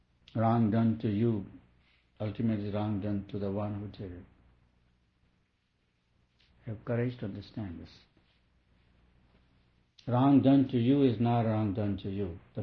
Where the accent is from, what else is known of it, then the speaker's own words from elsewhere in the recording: India; And I quote Vedas not because I'm from India or Hindu, please, because I think that contains the highest wisdom.